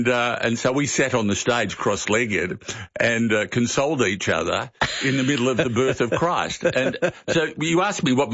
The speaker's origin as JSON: {"language": "English", "town": "Melbourne", "region": "Victoria", "country": "Australia", "tie": "born or raised there", "said": "I grew up in Hawthorne, in Creswick Street, in an old house called the Hawthorns that my grandpa used to live in."}